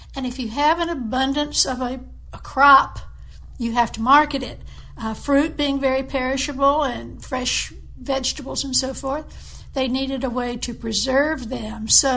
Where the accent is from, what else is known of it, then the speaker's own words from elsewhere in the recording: the South, United States; accent: southern; now in Salem, United States; My southern accent certainly comes through.